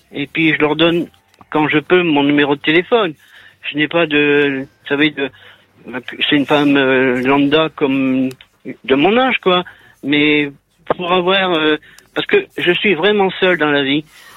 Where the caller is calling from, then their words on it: Le Tréport, Normandy, France; j'habite pas vraiment en baie de Somme, j'habite au Tréport, dans le 76.